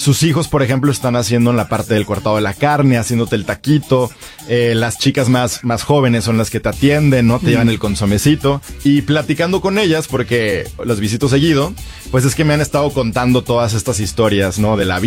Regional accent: Mexico; El burrito de la tortillita para mí es algo muy nostálgico de la niñez mexicana y que hoy como adultos mexicanos siempre vamos a vivir con ese recuerdo.

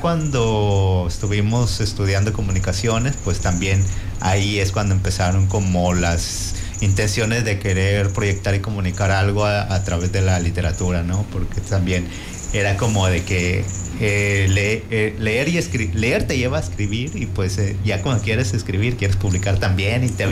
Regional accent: Puerto Vallarta, Jalisco, Mexico; Sí, ciudadano de aquí de Puerto Vallarta. Yo crecí en dos colonias, en La López y en Ixtapa.

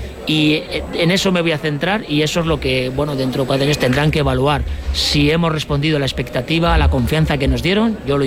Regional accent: La Rioja, Spain; en tantas cosas que nos unen como riojanos, el orgullo de región

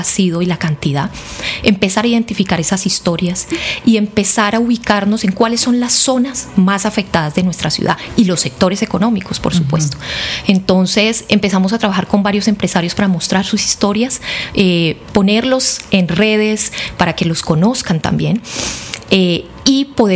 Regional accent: Cali, Valle del Cauca, Colombia

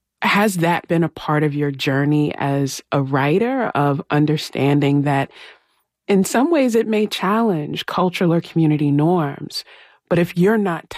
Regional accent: the South, United States; I grew up in the American South, but in Black households

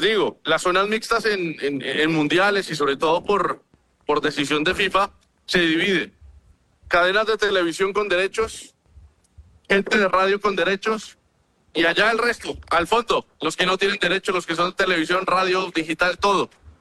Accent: Colombia; Yo tengo mi camiseta de Colombia, así como muchos colombianos, seguramente, no solamente en nuestro país

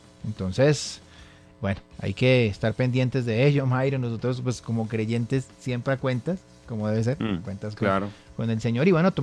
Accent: Colombia; nosotros como colombianos

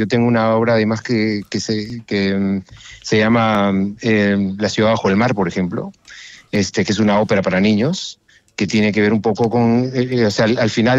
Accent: Chimbote, Ancash, Peru; como yo soy de Chimbote es un puerto y siempre está obligado al mar, siempre está cerca del mar

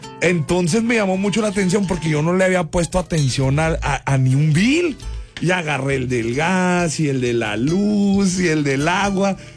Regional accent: Mexico; Uno como mexicano

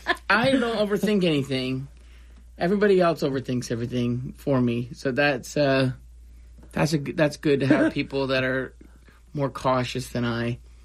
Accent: Michigan, United States; moved away as an adult; also born or lived in Kalamazoo, Michigan; now in Nashville, United States; I'm from the Saginaw Midland area.

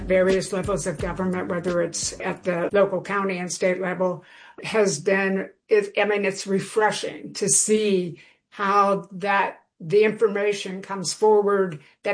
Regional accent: Milton, Delaware, United States; I am from Milton, Delaware.

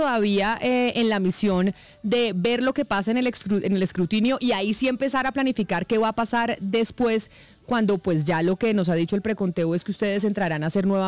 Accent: Bogotá, Colombia; yo soy bogotana, que amo a Bogotá, me siento orgullosísima de esta capital

